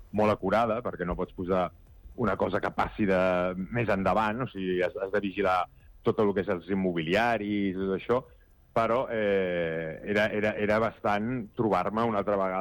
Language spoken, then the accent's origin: Catalan; Badalona, Catalonia, Spain; jo sóc de Badalona